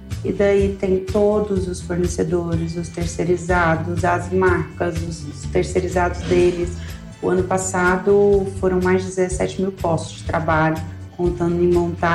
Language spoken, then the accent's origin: Portuguese; Goiânia, Goiás, Brazil; born there; moved away as an adult; now in Brasília, Brazil; uma mulher de 45 anos, nasci em Goiânia, tenho uma mãe incrível, 2 irmãos. Eu sou a do meio, vim para Brasília com 23 anos, amo a cidade, se tornou minha cidade, meu lar.